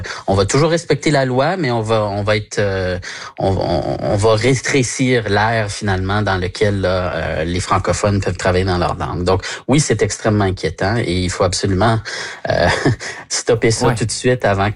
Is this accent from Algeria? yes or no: no; Ontario, Canada; Écoutez, moi, je suis un franco-ontarien. J'habite en milieu minoritaire depuis toujours.